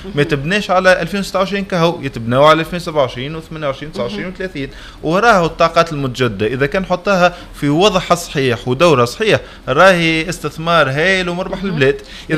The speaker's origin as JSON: {"language": "Arabic", "country": "Tunisia", "said": "نحن في تونس"}